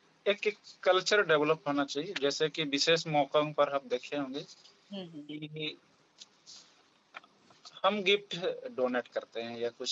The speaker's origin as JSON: {"language": "Hindi", "town": "Chakradharpur", "region": "Jharkhand", "country": "India", "said": "और मैं चक्रधरपुर का रहने वाला हूँ।"}